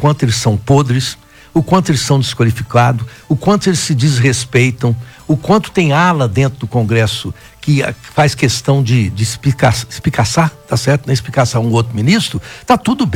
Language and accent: Portuguese; Brazil